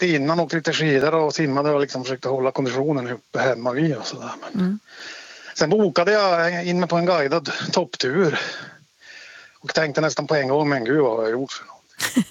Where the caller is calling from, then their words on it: Luleå, Norrbotten County, Sweden; från Luleå. Fast jag är inte hemma i Luleå nu. Jag är i inlandet.